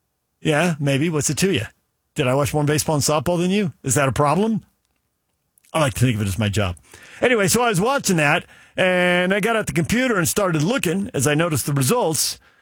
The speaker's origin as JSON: {"language": "English", "town": "San Diego", "region": "California", "country": "United States", "tie": "born or raised there", "said": "I grew up in San Diego. I root for the underdog."}